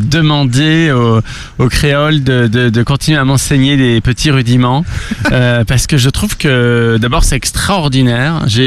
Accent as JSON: {"language": "French", "town": "Paris", "region": "Île-de-France", "country": "France"}